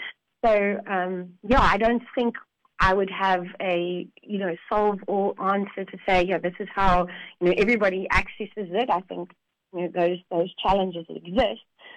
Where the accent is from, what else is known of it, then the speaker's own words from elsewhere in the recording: South Africa; me being proudly South African